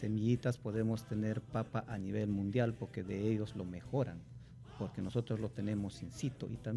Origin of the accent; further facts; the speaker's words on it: Huarochirí Province, Lima, Peru; yo vengo de la Sierra de Lima, de la provincia de Huarochirí. Estoy ubicado en la cuenca alta del río Rímac, del distrito de Chicla.